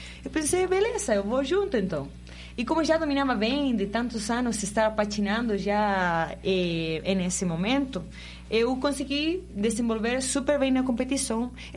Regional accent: Curicó, Maule, Chile; Portuguese is a second language; Eu sou de Curicó. Sou atleta curicana. É uma região a 2 horas do Santiago, mais para o sul do Chile. É a 7ª região. Região do vinho, de agricultura, de frutas.

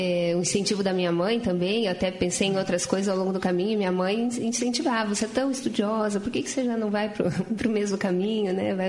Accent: Castro, Paraná, Brazil; moved away as an adult; now in Curitiba, Brazil; Eu sou nascida aqui em Curitiba, mas eu morei a minha infância inteira em Castro, interior do Paraná.

